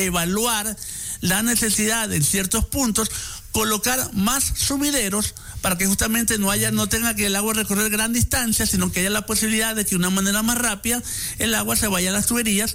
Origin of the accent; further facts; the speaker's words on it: Guayaquil, Guayas, Ecuador; Yo recuerdo de pequeño, cuando yo vivía